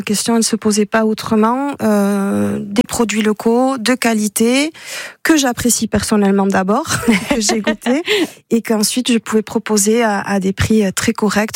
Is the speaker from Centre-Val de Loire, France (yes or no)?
no; Hasparren, Nouvelle-Aquitaine, France; first language Basque; French is a second language; Moi, je suis d'ailleurs, mais j'ai grandi à Asparin, qui est la grande ville la plus proche. Ma vie sociale et culturelle, je l'ai faite à Asparin.